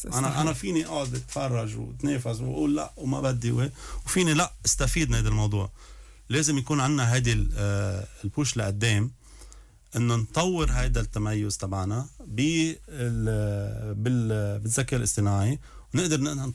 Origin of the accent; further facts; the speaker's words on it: Lebanon; نحن هون كلبنانية